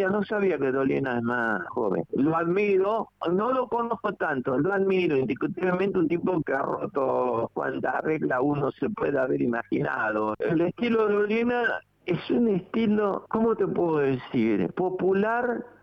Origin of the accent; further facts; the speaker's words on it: Junín, Buenos Aires Province, Argentina; moved away as an adult; now in Buenos Aires, Argentina; era la primera época que me vine de Junín, tendría entre 18 y 20 años.